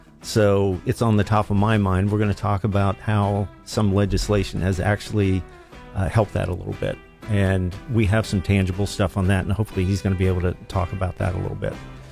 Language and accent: English; Dover, Ohio, United States